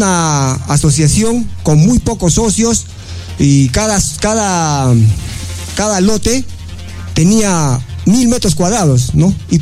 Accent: Arequipa, Peru; Nosotros somos hijos de fundadores. Y en ese sentido, Pachacute se ha fundado un 15 de mayo de 1949, ¿no? Tenemos 77 años.

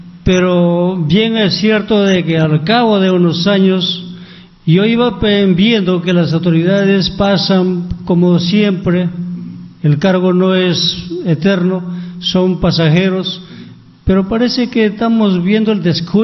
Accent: Celendín, Cajamarca, Peru; now in Naranjos Alto, Peru; luego naturalmente vengo de la provincia de Selendín, departamento de Cajamarca.

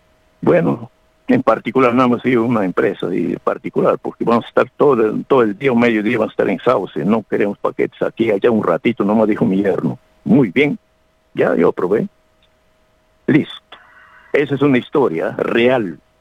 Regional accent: Rioja, San Martín, Peru; moved away; Porque yo voy a ir a Rioja, soy de ahí, del Alto Mayo

